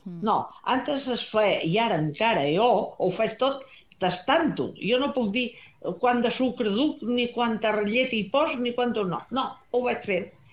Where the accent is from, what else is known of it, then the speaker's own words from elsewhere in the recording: Balearic Islands, Spain; I això, jo com a eivissenca i que ja tinc anys, em dol molt.